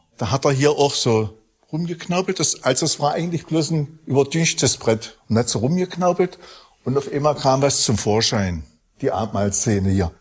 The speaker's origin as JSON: {"language": "German", "town": "Döblitz", "region": "Saxony-Anhalt", "country": "Germany", "tie": "born there", "also_born_or_lived": "Halle", "moved": "as an adult", "lives_now": "Döblitz, Germany", "said": "Ich habe 20 Jahre in Halle gewohnt. Also ich bin hier in Döblitz geboren, bin auch in der Kirche getauft worden, aber bin in erster Linie kein Christ. Also das typische DDR-Kind."}